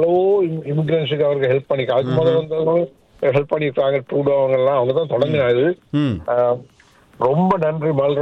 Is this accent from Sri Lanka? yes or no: yes; Sri Lanka; born there